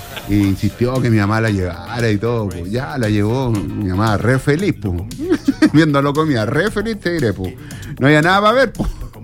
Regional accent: Iquique, Tarapacá, Chile; Y yo, como buen iquiqueño y acostumbrado a ir al Estadio Cabancha

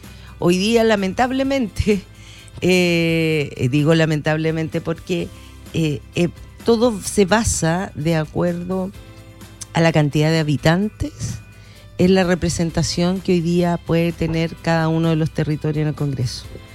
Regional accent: Chile

